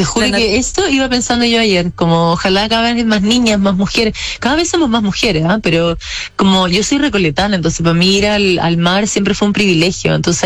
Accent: Chile; desde el fin del mundo, desde Chile

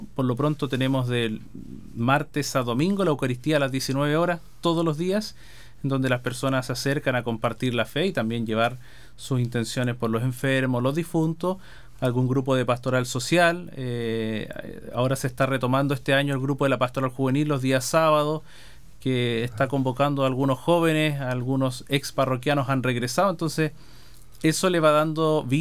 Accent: Concepción, Biobío, Chile; now in Linares, Chile; yo soy oriundo de Concepción

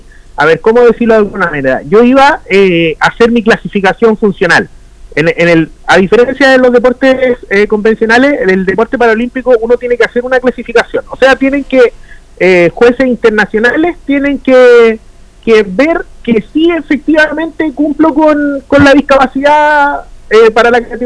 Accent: Peralillo, O'Higgins, Chile; yo, que soy de Peralillo

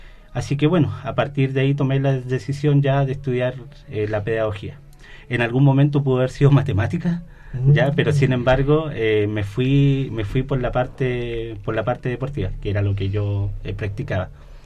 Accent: Tegualda, Los Lagos, Chile; born there; now in Purranque, Chile; yo soy de la zona, yo soy de Tegualda, ¿ya? Actualmente vivo en Purranque, así que en realidad para mí es un orgullo seguir trabajando y desarrollándome en la comuna que me vio nacer

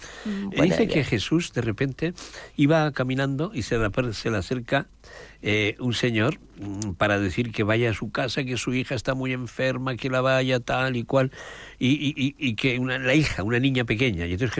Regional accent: Aragon, Spain; Yo soy de Aragón.

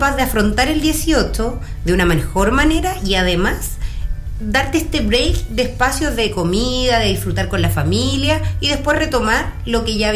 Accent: Chile

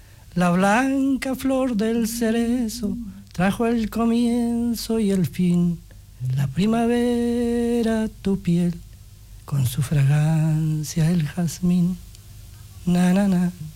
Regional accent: Coyhaique, Aysén, Chile; now in Los Torreones, Chile; Yo nacido en Coyhaique.

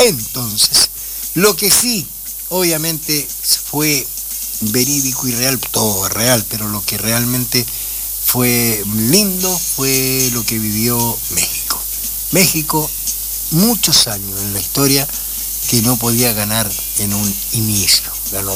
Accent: Chile; varios chilenos como que estamos un poco desconectados últimamente.

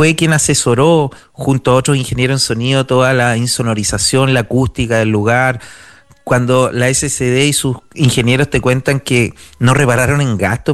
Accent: Valparaíso, Chile; yo soy más porteño portaliano que porteño hippie.

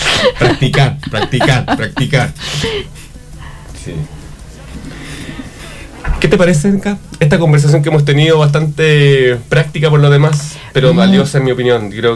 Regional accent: Germany; Spanish is a second language; Solo soy alemana y tengo este tono.

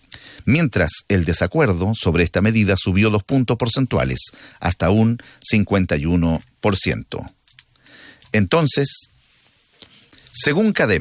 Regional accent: Chile; una fiesta que nos une como chilenos

